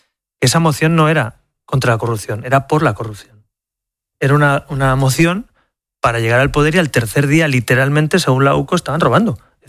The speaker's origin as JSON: {"language": "Spanish", "country": "Spain", "said": "Como español, si te doy mi opinión, creo que hay que buscar todos los mecanismos para que esto no se alargue demasiado."}